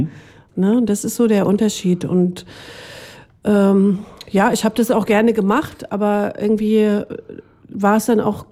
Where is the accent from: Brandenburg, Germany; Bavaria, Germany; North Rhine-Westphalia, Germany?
Brandenburg, Germany; Guben; moved away; Ich bin ja im Neubaugebiet aufgewachsen